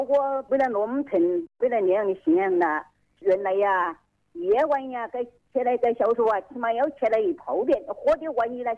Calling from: Jingzhou, Hubei, China; 我是江宁县八宝镇马宝泉村。

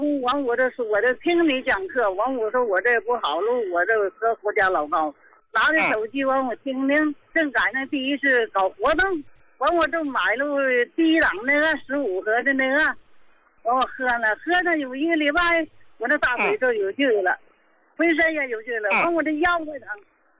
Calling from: Qingdao, Shandong, China; 我是青岛的。

